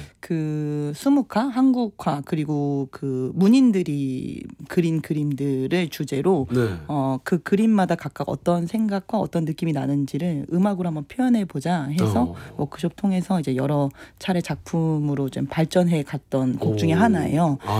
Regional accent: Seoul, South Korea; born there; 근데 잘 안 믿어요. 사대문 안에서 태어났기 때문에.

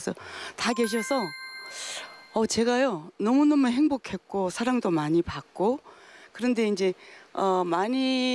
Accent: Hamyang, South Gyeongsang, South Korea; born there; accent: Gyeongsang dialect; moved away; 제가 경상남도 함양이에요.

